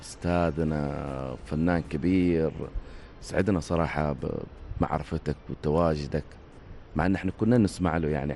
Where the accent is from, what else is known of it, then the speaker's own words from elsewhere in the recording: Tarim, Hadramawt, Yemen; also born or lived in Ash Shihr; أنا نشأت في بيئتين. نشأت أولا طفولتي من مواليد مدينة تريم الغنة، اللي هي أرض المرحوم … عليه رحمة الله. بعدها انتقلت إلى ساحل حضرموت، بالتحديد مدينة الشحر، أرض الشاعر الكبير حسين المحضار